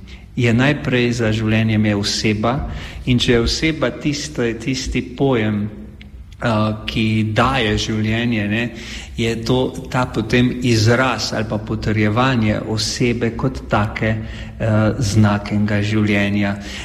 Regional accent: Mozirje, Savinjska, Slovenia; also born or lived in Celje / Prekmurje; now in Ptujska Gora, Slovenia; odraščal sem v Mozirju, potem obiskoval gimnazijo v Celju

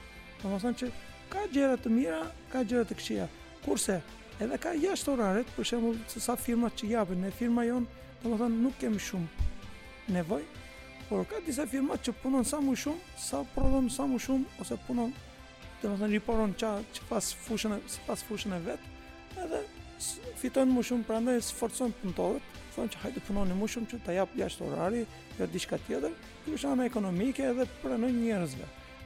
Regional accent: Istanbul, Turkey; Albanian is a second language; moved away as an adult; now in Tirana, Albania; Jam martuar në Turqi, është nga Izmiri është. Ajo, unë jam nga Istanbuli

